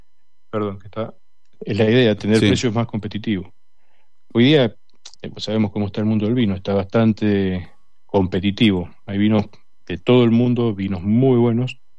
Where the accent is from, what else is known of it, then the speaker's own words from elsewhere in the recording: Argentina; born there; en Argentina hace muchos años que existo acá, nací en Argentina.